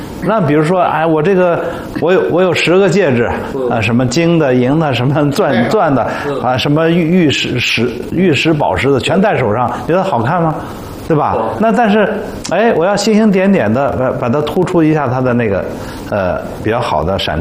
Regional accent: China; 我们中国人

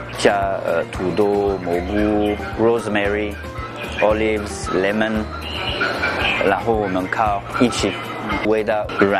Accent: France; Chinese is a second language; moved away as an adult; now in Shanghai, China; 比如说我是法国人，但是我的太太是上海人

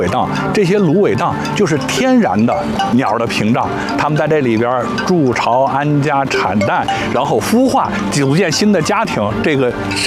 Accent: Beijing, China; 我是土生土长这儿的人。

